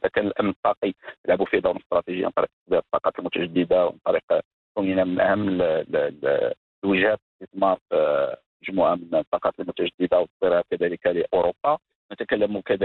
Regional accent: Morocco; نتوحد جميعا كمغاربة

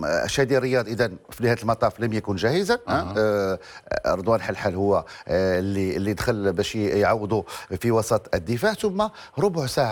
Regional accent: Morocco; اليوم الكبير بالنسبة لنا كمغاربة

